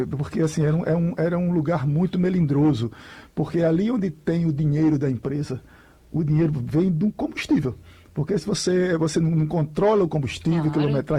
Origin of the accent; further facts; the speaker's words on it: Floresta do Navio, Pernambuco, Brazil; born there; now in Tacaratu, Brazil; Eu nasci em Floresta do Navio.